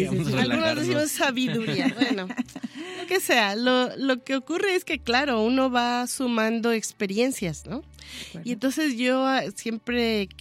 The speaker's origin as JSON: {"language": "Spanish", "town": "Tuxpan", "region": "Veracruz", "country": "Mexico", "tie": "born there", "said": "Para mí los sabores que me recuerdan mi tierra son mariscos cocinados estilo huasteca, porque claro, en Tuxpan tenemos río y mar."}